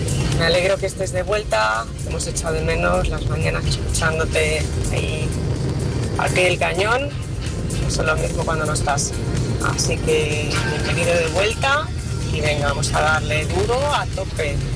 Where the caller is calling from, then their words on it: Barcelona, Catalonia, Spain; Buenos días … de Barcelona.